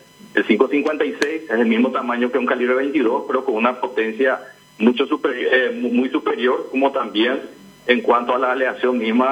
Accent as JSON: {"language": "Spanish", "region": "Cordillera", "country": "Paraguay", "said": "todos los que venimos de Cordillera somos todos familiares."}